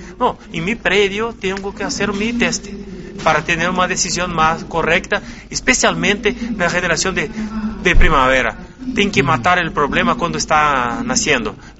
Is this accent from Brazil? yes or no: yes; Uruguaiana, Rio Grande do Sul, Brazil; soy de Uruguayana